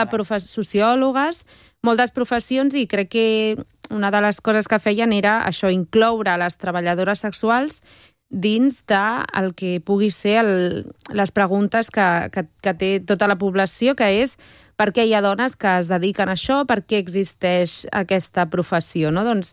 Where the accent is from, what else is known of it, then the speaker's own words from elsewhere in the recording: Barcelona, Catalonia, Spain; born there; also born or lived in Colombia; aquí a Barcelona, que la meva mare i jo vam venir de Colòmbia, això fa el 2001, una cosa així.